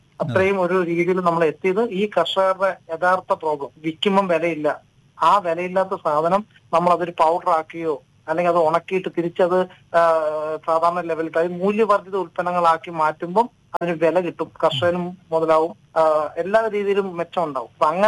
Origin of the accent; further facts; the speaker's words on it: Kanjikuzhi, Kerala, India; born there; നമ്മുടെ നാട്ടിലൊക്കെ ആലപ്പുഴ കഞ്ഞിക്കുഴി അറിയാവുന്ന ഒരു ഏരിയയാണല്ലോ ഏറ്റവും കൂടുതൽ അഗ്രികൾച്ചർ ആൾക്കാരുള്ള ഏരിയയാണ് കഞ്ഞിക്കുഴി.